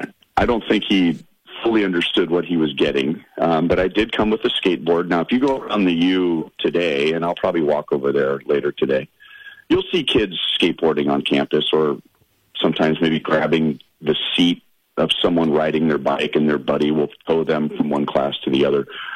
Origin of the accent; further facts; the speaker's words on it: California, United States; I'm kind of getting acclimated to this playing in the cold thing after growing up in Southern California.